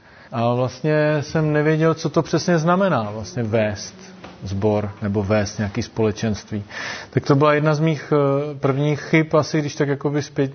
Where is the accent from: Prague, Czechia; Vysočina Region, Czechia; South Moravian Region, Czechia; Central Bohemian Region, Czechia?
South Moravian Region, Czechia; Brno; Jsem původně z Brna, co bych ještě řekl, dělal jsem vězeňského kapla na nějaký čas